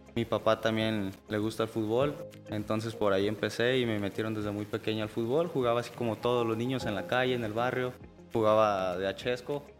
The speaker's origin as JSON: {"language": "Spanish", "region": "San Luis Potosí", "country": "Mexico", "said": "Sí, soy potosino 100%."}